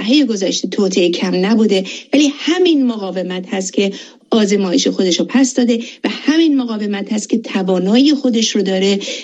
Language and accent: Persian; Iran; من اول بگم که به عنوان یک ایرانی یکی از افتخارات هم بود که همچین مسئولیتی رو داشتم